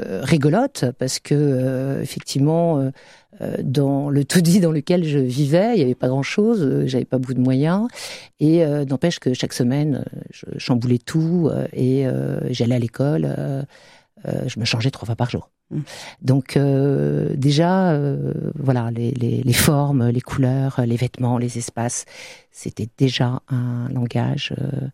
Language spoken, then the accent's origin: French; Puteaux, Île-de-France, France; born there; je suis née en 1971 à Puteaux, un département des Hauts-de-Seine, dans une famille immigrée, très modeste, au régime plutôt patriarcal, pas très ouvert sur le monde.